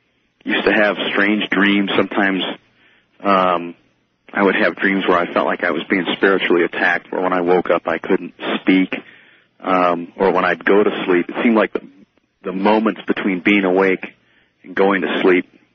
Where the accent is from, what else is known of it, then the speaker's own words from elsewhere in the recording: Minnesota, United States; now in Colorado Springs, United States; I grew up in a small town in Minnesota.